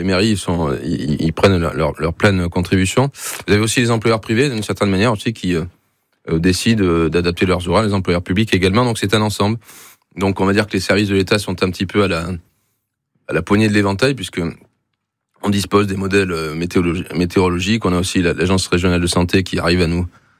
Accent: Nouvelle-Aquitaine, France; je suis originaire du département de la Gironde, il y a eu 3 morts.

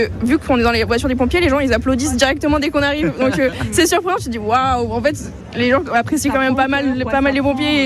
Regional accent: Tomblaine, Grand Est, France; Bonjour, on vient de Tomblaine à côté de Nancy.

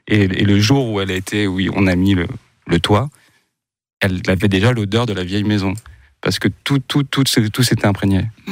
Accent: Boulogne-sur-Mer, Hauts-de-France, France; Et un jour, il y a eu un tournage qui s'est fait là d'où je viens, de Boulogne-sur-Mer.

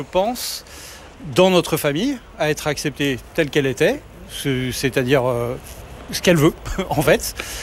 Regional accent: Nouvelle-Aquitaine, France; Du Périgord, de Dordogne, Ponin.

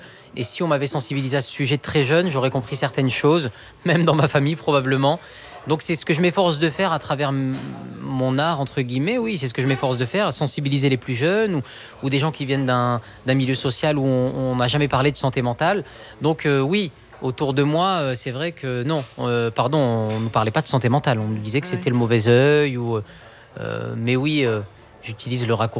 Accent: Occitanie, France; born there; je suis né dans le Gard.

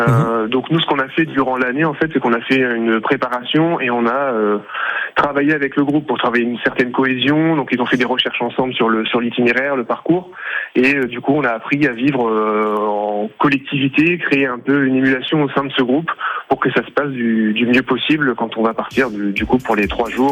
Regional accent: Yvetot, Normandy, France; moved away; moi je suis originaire de Normandie puisque je suis né à Ifto. Ma famille habite toujours à Ifto, soit ma mère, ma sœur. Et donc moi j'y retourne régulièrement.

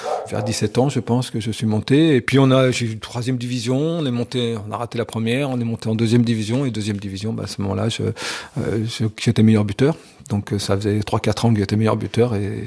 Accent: Auvergne-Rhône-Alpes, France; Alors ça s'appelait le FJEP en Billy, c'est mon petit village où je suis né en Haute-Savoie.

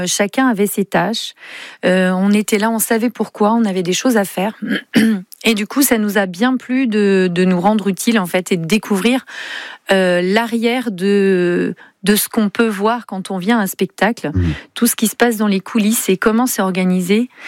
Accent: Craon, Pays de la Loire, France; born there; Je suis née à Cran.

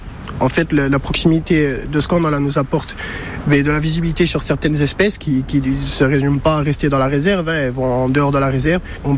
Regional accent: Galeria, Corsica, France; Alors moi je suis originaire de Galeria du côté de ma mère, donc j'ai grandi au village depuis que je suis tout petit, même si mon père à l'origine est originaire de Guagne. J'ai passé toute ma vie ici, ma famille est d'ici

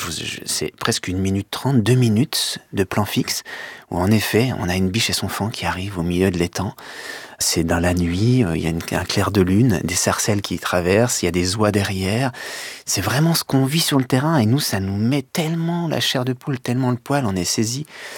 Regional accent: Chamagne, Grand Est, France; moi j'ai grandi à Chamagne

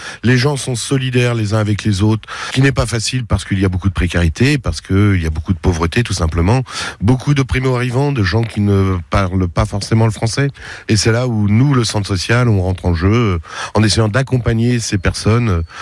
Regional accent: Tours, Centre-Val de Loire, France; now in Marseille, France; Et puis pour le sport, moi je suis arrivé, je viens de Tours, je suis arrivé à Marseille pour le sport, pour le rugby, c'est pas banal.

